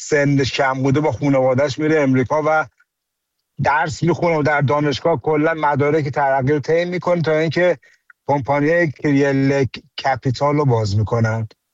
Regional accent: Iran; به عنوان یه ایرانی میتونم بگم دوم ایرانی میلیاردر و پولدار دنیا باشه.

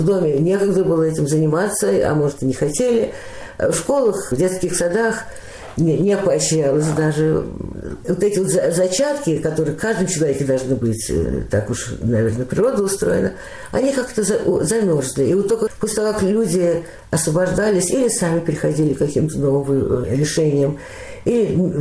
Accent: Moscow, Russia; moved away; В 43-м году я родилась, и так в Москве и осталась.

